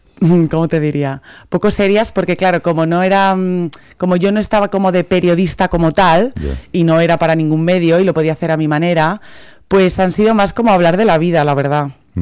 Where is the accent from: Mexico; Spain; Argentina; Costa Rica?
Spain; Logroño, La Rioja; also born or lived in Madrid; Soy de aquí, de Logroño, toda la vida, toda mi familia